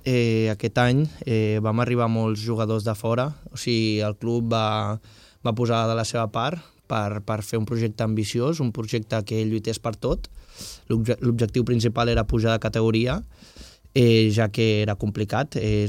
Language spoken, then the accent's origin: Catalan; Brazil; first language Portuguese; Catalan is a second language; moved away; also born or lived in Madeira; El portuguès, com soc brasiler, doncs el domino